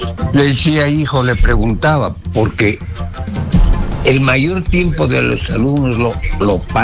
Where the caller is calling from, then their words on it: Cajamarca, Peru; De Cajamarca, señor.